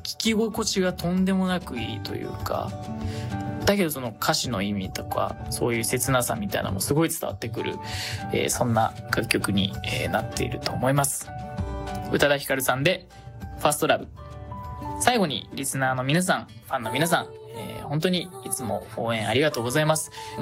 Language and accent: Japanese; Kanagawa, Japan; やっぱりその湘南出身ですごく聞き慣れているっていうのももちろんあるんですが